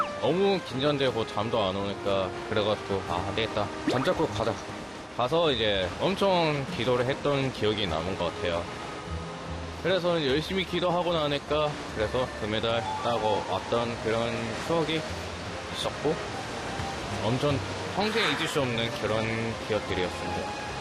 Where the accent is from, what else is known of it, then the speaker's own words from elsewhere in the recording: Ulsan, South Korea; 저는 여기 바로 울산입니다. 제 고향이기도 하고요. 우리나라 중에서 가장 제일 해가 뜨는 시간이 빠른 시간 바로 울산입니다.